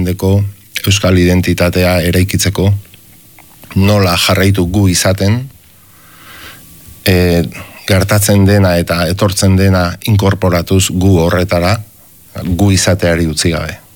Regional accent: Urretxu, Basque Country, Spain; born there; ni ba urretxuko anaiz jaiotzez

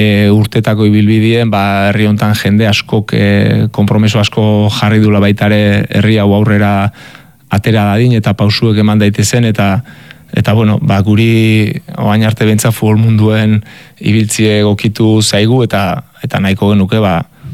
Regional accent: Azpeitia, Basque Country, Spain; eta Azpeitiarra Gipuzkoarra naiz

